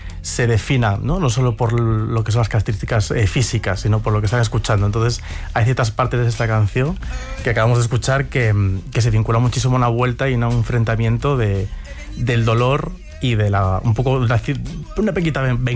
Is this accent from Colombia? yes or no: no; Ourense, Galicia, Spain; moved away; Me daba miedo esa vuelta a mi ciudad natal